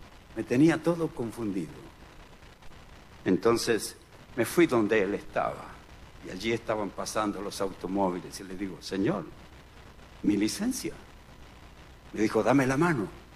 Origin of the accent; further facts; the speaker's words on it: Chile; born there; Así que yo aprendí eso desde chiquito. Yo aprendí que no podía darle dinero a un policía. Nunca pasó por mi mente aquello. porque en Chile no se puede hacer eso.